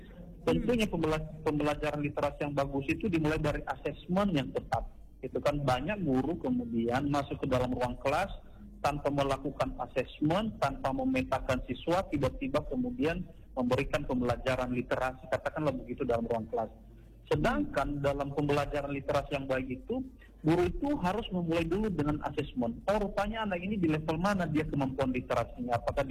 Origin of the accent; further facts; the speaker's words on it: Nias, North Sumatra, Indonesia; born there; kita fasilitator produk asli dari Nias ini